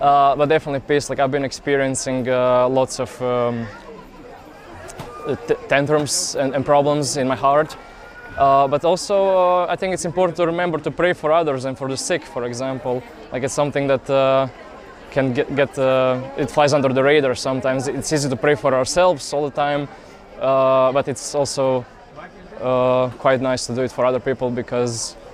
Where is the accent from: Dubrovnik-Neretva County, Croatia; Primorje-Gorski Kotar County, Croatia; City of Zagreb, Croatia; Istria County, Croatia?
Istria County, Croatia; Pula; moved away as an adult; now in Denmark; I'm originally from Croatia, from Pula. But I've been studying in Denmark for the last couple of years